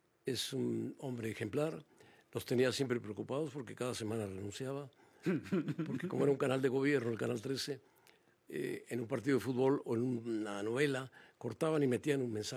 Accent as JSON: {"language": "Spanish", "region": "Puebla", "country": "Mexico", "tie": "born there", "moved": "yes", "said": "Yo nací en Puebla."}